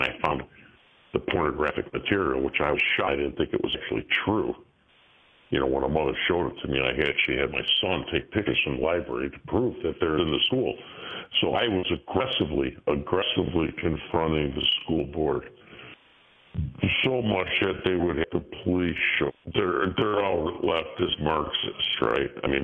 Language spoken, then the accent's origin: English; Chicago, Illinois, United States; I was raised on the Southwest Side, Italian Democrat union family. That's all I knew. You know, Dad worked for the city of Chicago